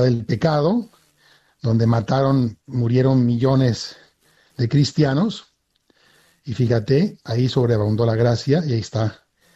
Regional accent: Spain; now in Mérida, Mexico; Yo soy español, aunque vivo aquí en México.

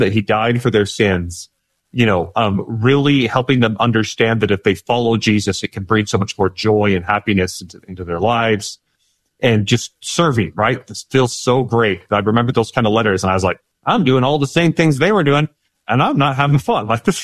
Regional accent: Idaho, United States; So I grew up in Idaho in a family of 9 kids, very conservative family.

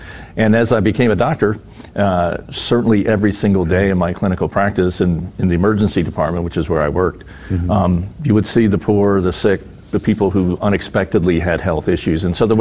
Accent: Pennsylvania, United States; I grew up in Pennsylvania.

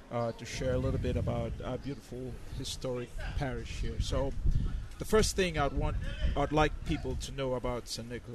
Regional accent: Cameroon; now in Houston, United States; And I'm originally from Cameroon.

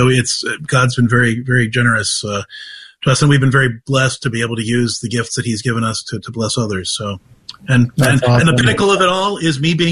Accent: Clairton, Pennsylvania, United States; also born or lived in Ohio; I grew up in Clairton, Pennsylvania, which is the first place that The Deer Hunter was filmed. And then I lived like 10 miles down the road from Mango Junction, Ohio

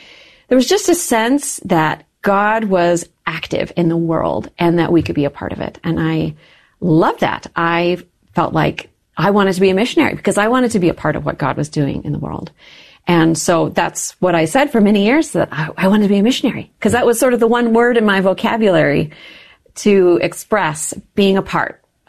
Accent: Minnesota, United States; Sure. So I'm from Minnesota, okay. And I grew up in a wonderful family.

